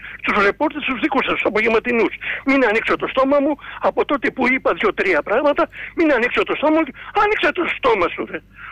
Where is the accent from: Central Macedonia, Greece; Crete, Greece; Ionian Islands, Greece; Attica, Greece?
Attica, Greece; από τα Βόρεια Προάστια.